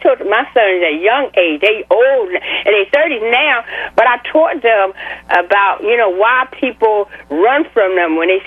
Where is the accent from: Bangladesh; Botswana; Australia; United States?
United States; Georgia; I'm from Georgia, and I always tell people how much I love Georgia